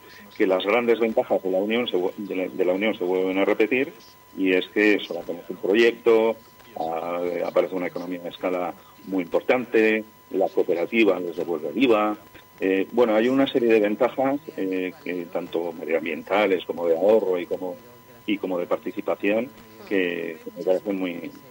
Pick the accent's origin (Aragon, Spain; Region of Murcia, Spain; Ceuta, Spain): Aragon, Spain; Bubierca